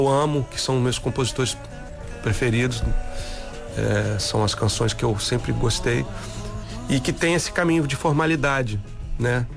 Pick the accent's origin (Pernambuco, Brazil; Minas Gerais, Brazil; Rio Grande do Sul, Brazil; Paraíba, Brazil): Minas Gerais, Brazil; Belo Horizonte; now in Rio de Janeiro, Brazil; Sim, eu nasci no Rio de Janeiro e cresci em Belo Horizonte.